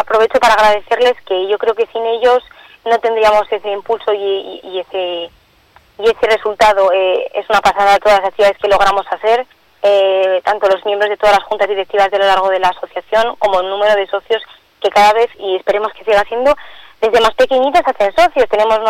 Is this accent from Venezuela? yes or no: no; Brieva de Cameros, La Rioja, Spain; No es porque sea mi pueblo ni porque represente al que digo yo el mejor pueblo de La Rioja